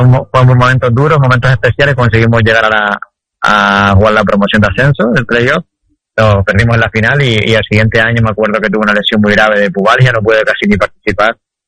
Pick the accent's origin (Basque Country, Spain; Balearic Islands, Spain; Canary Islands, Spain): Canary Islands, Spain; jugar en el equipo de mi tierra